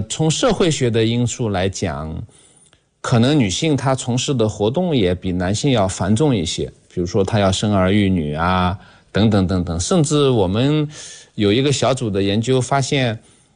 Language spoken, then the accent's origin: Chinese; China